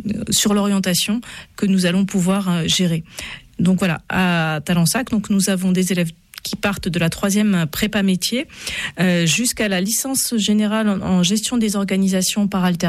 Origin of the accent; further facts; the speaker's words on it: Brest, Brittany, France; Donc, moi, je suis originaire de Brest.